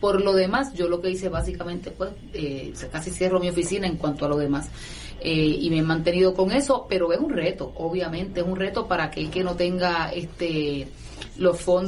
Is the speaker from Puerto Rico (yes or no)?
yes; Salinas, Puerto Rico; also born or lived in Ponce / Santa Isabel; yo soy del área sur, yo soy caribeña pura, porque soy del área sur. Aunque nací en Ponce, mis primeros años fueron en el barrio Jauca de Santa Isabel, porque toda mi familia es del barrio Jauca de Santa Isabel. Y luego nos mudamos al lado, un poquito más al lado, que es Salinas, y ahí me crié básicamente desde los 4 años